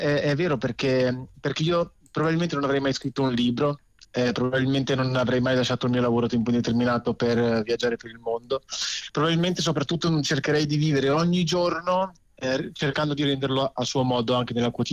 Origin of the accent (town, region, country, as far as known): Trentino-Alto Adige, Italy; now in Bali, Indonesia